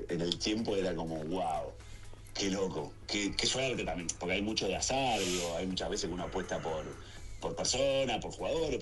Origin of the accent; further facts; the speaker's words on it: Rosario, Santa Fe, Argentina; a mí por lo menos me remite a mi infancia en Rosario